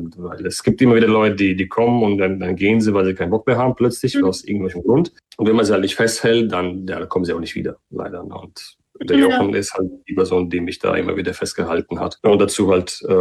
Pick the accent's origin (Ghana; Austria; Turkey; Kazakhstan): Kazakhstan; now in Germany; Und das war noch in Kasachstan, da wo ich auch herkomme, wo ich geboren bin.